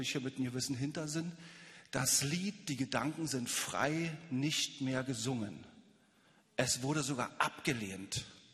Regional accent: Berlin, Germany; Ich bin in Ostberlin geboren, 1967.

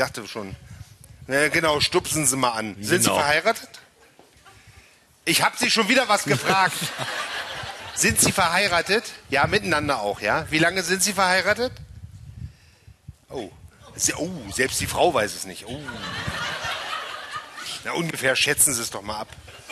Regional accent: Magdeburg, Saxony-Anhalt, Germany; Fallen mir als Magdeburger ein paar Brücken ein, ne?

